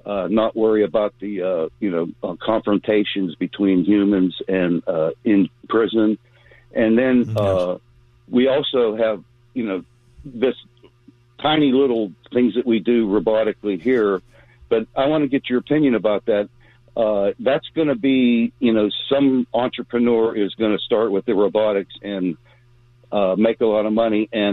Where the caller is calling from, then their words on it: Virginia, United States; from Virginia.